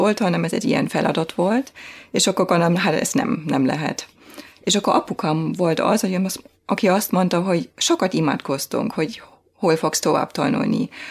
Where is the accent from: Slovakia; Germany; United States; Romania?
Germany; Dresden, Saxony; Hungarian is a second language; moved away as an adult; now in Hungary; én Németországban születtem, még jobban NDK-ban, annak az idején, Dresdában, egy nagyon szép városban. Egy hívő családban, és 4 testvérek voltunk.